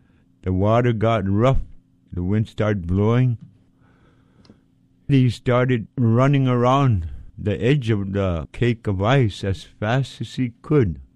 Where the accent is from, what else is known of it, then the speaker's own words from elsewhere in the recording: Point Hope, Alaska, United States; I'm an Inupiaq from Tikilak, Point Hope, Alaska.